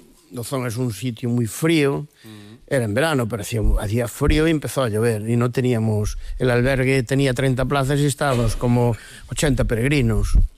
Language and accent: Spanish; Sandiás, Galicia, Spain; soy natural de Sandiás